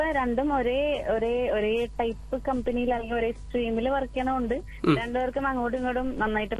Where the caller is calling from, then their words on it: Kallur, Kerala, India; ഞാൻ കല്ലൂരിന്ന് വിളിക്കണേ.